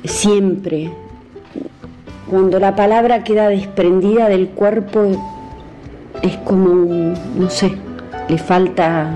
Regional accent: Córdoba, Argentina; born there; now in Neuquén, Argentina; nací en Córdoba, anduve algunos caminos y desde el 84 estoy en radicada en Neuquén.

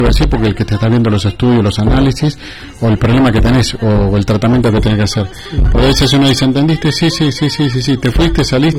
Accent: La Paz, Bolivia; moved away; Nosotros, porque nosotros que somos de La Paz

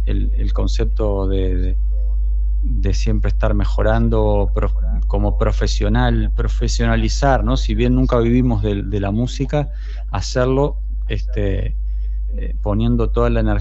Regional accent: Maldonado, Uruguay; moved away as an adult; now in Spain; me sigo presentando como músico uruguayo

